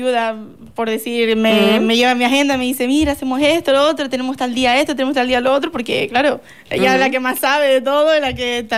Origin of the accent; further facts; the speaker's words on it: Morocco